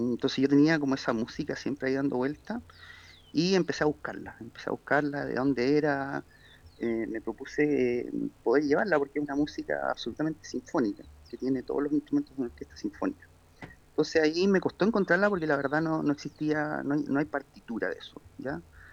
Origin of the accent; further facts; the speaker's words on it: Viña del Mar, Valparaíso, Chile; also born or lived in Santiago; Mira, yo soy viñamarino, yo nací en Viña ya hace harto tiempo y desde niño en la casa de mi abuela, después en mi casa también, después me fui un tiempo a Santiago y después cuando volví a estudiar aquí a la Universidad Católica del Paraíso